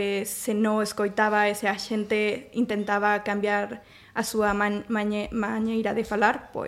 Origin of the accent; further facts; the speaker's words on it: Mexico; Galician is a second language; Eu son mexicana.